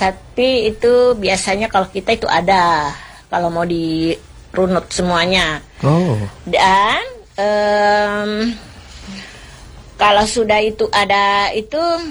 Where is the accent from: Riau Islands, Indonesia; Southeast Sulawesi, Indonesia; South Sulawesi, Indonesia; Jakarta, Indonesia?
South Sulawesi, Indonesia; Kalau kami ini Bugis dulu yang masih saya ingat dari kecil-kecil itu selalu mengikuti, apalagi di kampung ya.